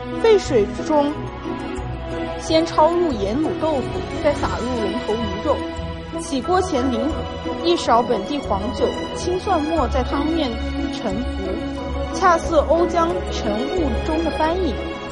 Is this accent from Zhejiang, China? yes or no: yes; Wenzhou, Zhejiang, China; 作为一个土生土长的温州人，